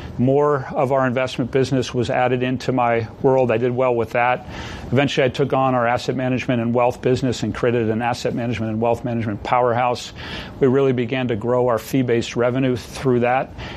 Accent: Boston, Massachusetts, United States; I grew up in the Boston, Massachusetts area.

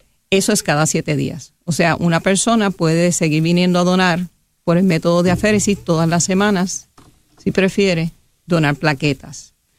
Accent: Puerto Rico; nosotros como puertorriqueños, compatriotas y ciudadanos, tenemos que aprender a donar de manera altruista.

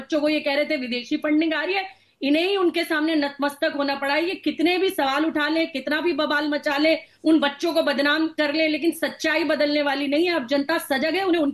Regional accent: Uttar Pradesh, India; हम यूपी से आते हैं

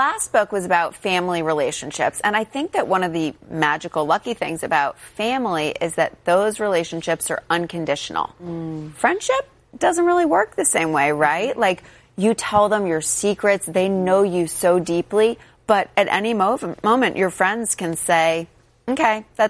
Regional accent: Ipswich, Massachusetts, United States; So I grew up in New England in a tiny little beach town called Ipswich, and it was the home of the famous American writer John Updike.

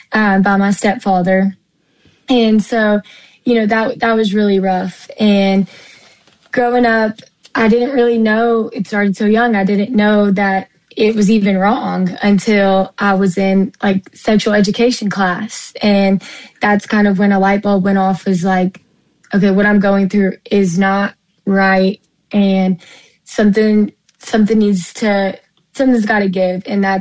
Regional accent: Owensboro, Kentucky, United States; born and raised in Kentucky

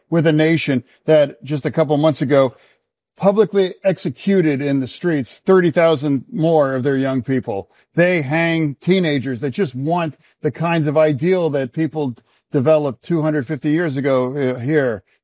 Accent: York, Pennsylvania, United States; we are just two Pennsylvania stories. You know, I grew up in York

